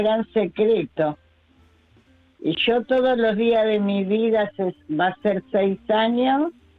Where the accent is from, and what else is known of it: Hurlingham, Buenos Aires Province, Argentina